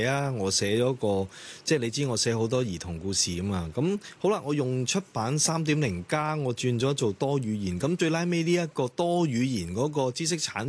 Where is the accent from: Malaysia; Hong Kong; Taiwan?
Hong Kong; 我们香港人